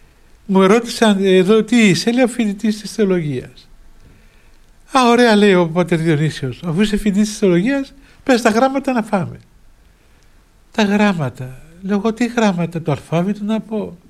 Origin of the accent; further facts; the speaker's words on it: Limassol, Limassol District, Cyprus; Λέει εσύ ποιος είσαι, λέω … Είμαι από τη Λεμεσό, είμαι διάκονος.